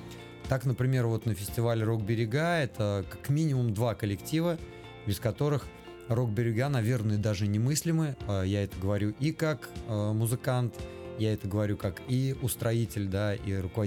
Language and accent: Russian; Chistopol, Tatarstan, Russia; born or raised there